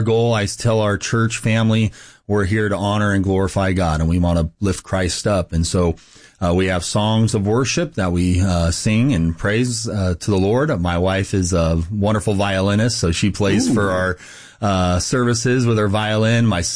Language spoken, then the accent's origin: English; Clovis, California, United States; And so I grew up in Central Baptist Church there in Clovis, California.